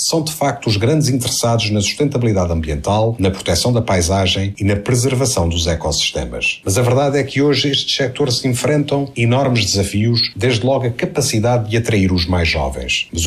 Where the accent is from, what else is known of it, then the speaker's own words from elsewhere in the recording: Azores, Portugal; Sou açoriano, nasci em Ponta da Algada e tenho 48 anos.